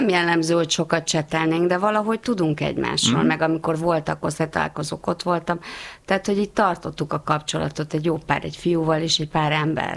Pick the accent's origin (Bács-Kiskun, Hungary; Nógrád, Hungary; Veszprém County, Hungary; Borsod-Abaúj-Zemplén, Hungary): Nógrád, Hungary; Salgótarján; also born or lived in Szolnok; Szolnokon születtem, és akkor, amikor 6 éves lettem, és iskola kezdő, akkor az aput elhelyezték Nógrád megyébe